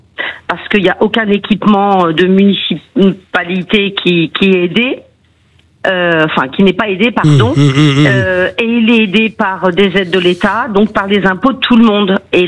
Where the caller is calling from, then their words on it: Challans, Pays de la Loire, France; De Vendée.